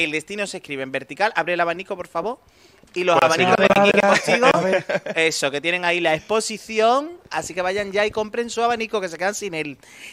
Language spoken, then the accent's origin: Spanish; Málaga, Andalusia, Spain; nosotros somos la gente de Málaga